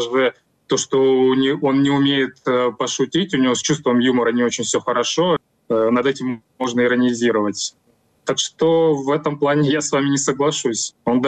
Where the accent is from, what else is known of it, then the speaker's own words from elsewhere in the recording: Russia; moved away; Не надо обобщать россиян, потому что я сам россиянин, я до 25-го года жил в России